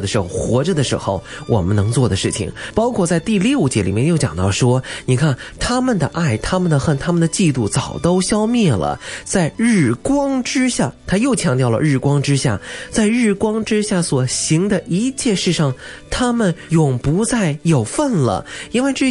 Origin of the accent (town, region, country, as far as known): China